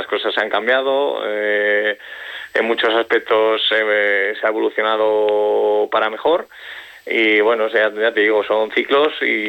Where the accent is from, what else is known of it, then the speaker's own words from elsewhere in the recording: Logroño, La Rioja, Spain; moved away as an adult; y llegaba de nuevo también, porque yo salí de Logroño a los 18.